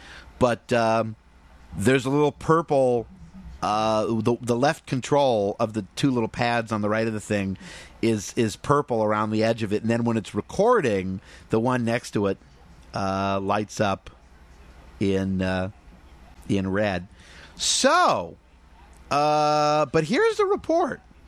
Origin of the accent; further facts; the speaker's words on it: Chicago, Illinois, United States; I grew up in Chicago.